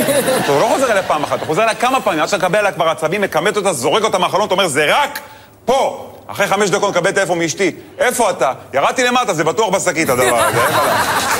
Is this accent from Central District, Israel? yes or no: yes; Netanya, Central District, Israel; האמת, אני גדלתי בנתניה, לא יצא לי, בחיים לא היה לי שליח בבית, כי אמא טריפוליטאית, היא מכינה הכל.